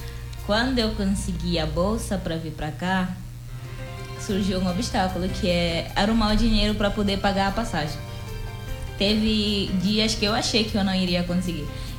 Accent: Guinea-Bissau; moved away as an adult; now in Guanambi, Brazil; sou africana de Guiné-Bissau. Tenho 20 anos e atualmente eu estou vivendo aqui. Estou aqui em Guanambi, na verdade no Brasil, há 4 meses já.

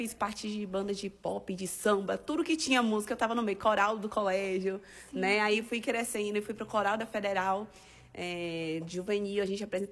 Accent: Salvador, Bahia, Brazil; born there; Sou baiana. Soteropolitana da gema

